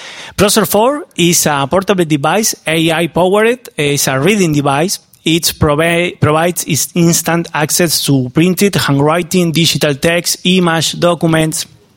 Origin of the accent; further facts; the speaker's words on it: Argentina; English is a second language; I'm from Argentina. I'm sorry for my English. It's very, very bad.